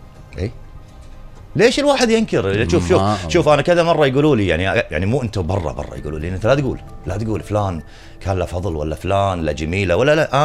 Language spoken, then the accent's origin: Arabic; Kuwait; احنا كخليجيين ترى احنا او احنا ككويتيين بالذات